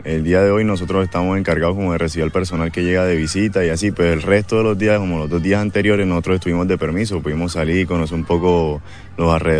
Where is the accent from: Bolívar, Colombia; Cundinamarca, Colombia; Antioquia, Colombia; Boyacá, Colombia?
Bolívar, Colombia; Cartagena; Yo soy de Cartagena.